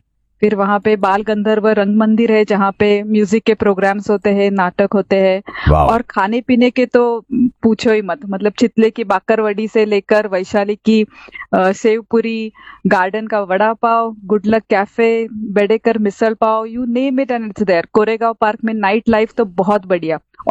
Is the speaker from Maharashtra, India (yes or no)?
yes; Pune, Maharashtra, India; मैं पुणे की रहने वाली हूँ, और जैसे हम मराठी में बोलते हैं कि पुणे तिथे काय उणे, मतलब पुणे में किसी चीज की कोई कमी नहीं है. It is a cultural capital, वहाँ एजुकेशनल हब है